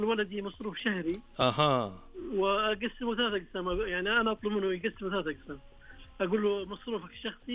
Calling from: Jeddah, Makkah Province, Saudi Arabia

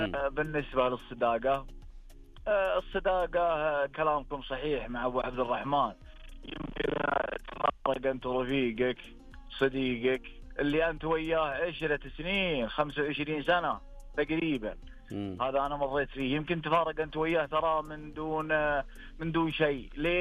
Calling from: As Sulayyil, Riyadh Province, Saudi Arabia; والله اكلمكم من السليل، طالع من السليل وراح ينصب الرياض

